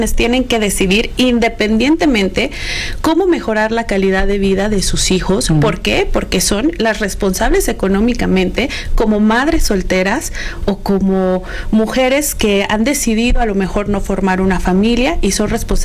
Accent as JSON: {"language": "Spanish", "country": "Mexico"}